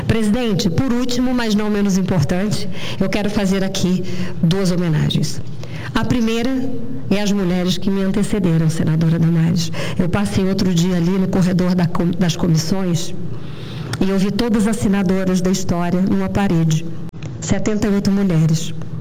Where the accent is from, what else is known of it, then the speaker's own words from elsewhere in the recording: Brasília, Federal District, Brazil; porque eu sou de Brasília, eu nasci de Brasília e eu vivo em Brasília. Vivi praticamente a minha vida toda pública aqui em Brasília.